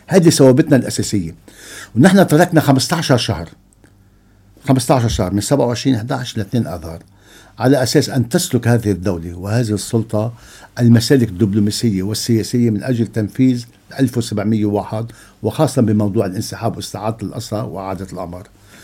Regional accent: Lebanon; نحن كلبنانيين

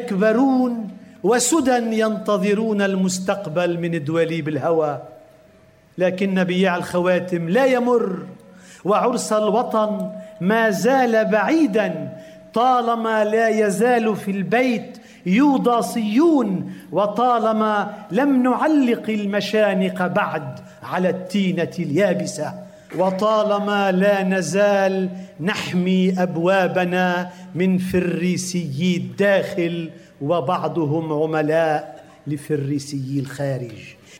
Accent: Lebanon; ونحن في لبنان

